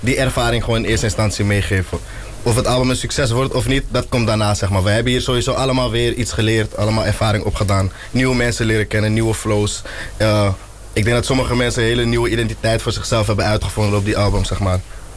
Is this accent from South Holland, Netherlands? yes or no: no; Amsterdam, North Holland, Netherlands; Ikzelf, ik kom van Amsterdam-West.